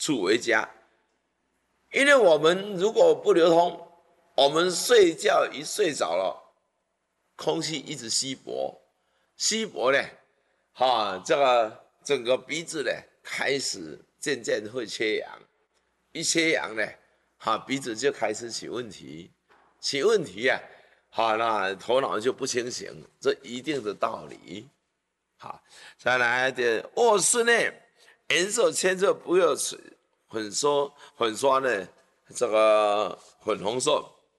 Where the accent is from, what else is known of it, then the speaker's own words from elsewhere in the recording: Taiwan; 他虐待我们台湾人，虐待中国人